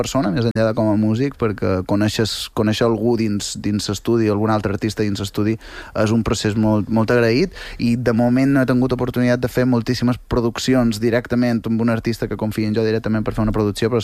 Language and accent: Catalan; Santa Maria del Camí, Balearic Islands, Spain; born there; estaré en el meu poble, Santa Maria del Camí